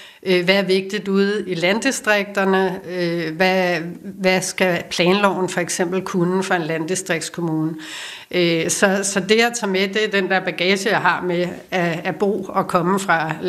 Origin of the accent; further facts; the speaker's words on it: Stevns, Zealand, Denmark; Så det er jo både noget med mine ordførerskaber, men også noget med, hvor jeg kommer fra.